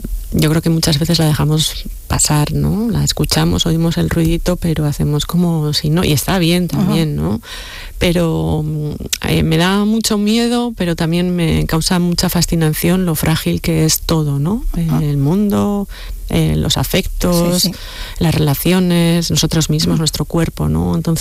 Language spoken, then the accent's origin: Spanish; Errenteria, Basque Country, Spain; Yo soy de Rentería